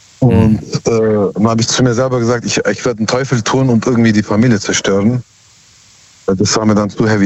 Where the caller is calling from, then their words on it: Heidenheim, Baden-Württemberg, Germany; Heidenheim, schon vergessen.